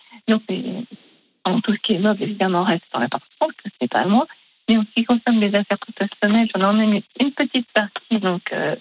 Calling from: Anglet, Nouvelle-Aquitaine, France; Eh bien là, je suis vers Anglette pour l'instant.

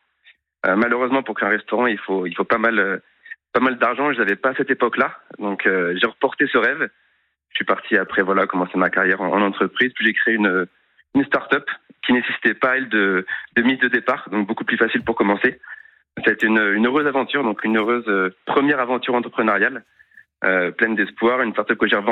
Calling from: Paris, Île-de-France, France; j'ai 32 ans, j'habite à Paris. Enfin, oui. J'habitais à Paris

